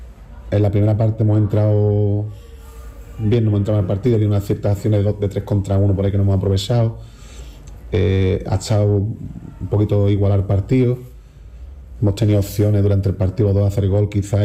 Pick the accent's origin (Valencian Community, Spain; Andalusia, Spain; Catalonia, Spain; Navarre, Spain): Andalusia, Spain; Jerez; me he sentido querido aquí en mi club, en mi tierra, y nada, me jode no haber podido seguir a la eliminatoria e intentar ascender con el club de mi ciudad, pero bueno, el fútbol tiene estas cosas. Estoy seguro que Jerez